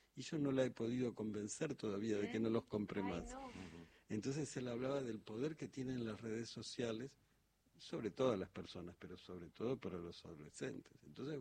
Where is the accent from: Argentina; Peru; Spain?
Argentina; Entonces como cuando yo escuché, y yo soy re argentino, y digo, bueno, este país ha recibido históricamente...